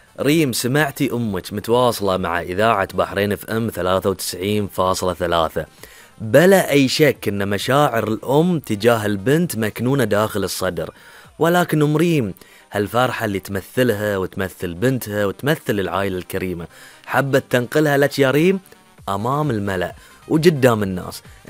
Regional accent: Bahrain; كبحرينيين

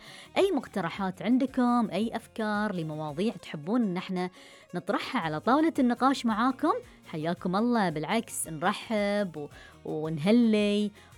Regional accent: Bahrain; accent: Bahraini; لهجتنا البحرينية

